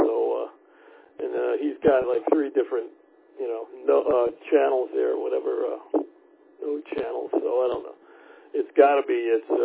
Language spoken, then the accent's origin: English; Long Island, New York, United States; accent: Long Island; moved away; I'm originally from New York area. Well, my accent, Long Island